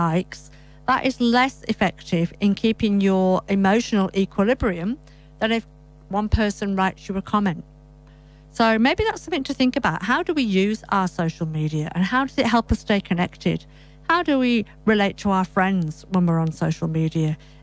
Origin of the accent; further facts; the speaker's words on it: North West England, United Kingdom; accent: British English; also born or lived in Yorkshire; now in Swan Valley, Australia; We get a lot of rain in the part of the world I come from. I was born in Yorkshire but grew up in Lancashire, which is not far from Manchester, which is known to be a very wet place with lots of rain.